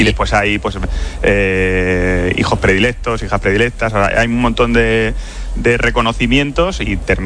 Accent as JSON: {"language": "Spanish", "region": "Extremadura", "country": "Spain", "tie": "born there", "said": "Yo soy extremeño de nacimiento"}